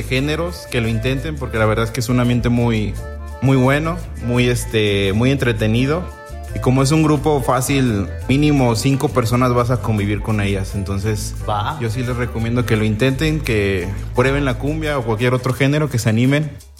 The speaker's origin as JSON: {"language": "Spanish", "country": "Mexico", "said": "pues ahora sí que uno como mexicano pues nace creciendo y escuchando cumbia."}